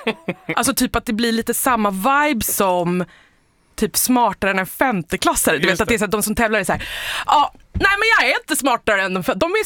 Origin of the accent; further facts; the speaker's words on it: Sweden; Nej men jag är från Sverige, jag kan inte de här sakerna.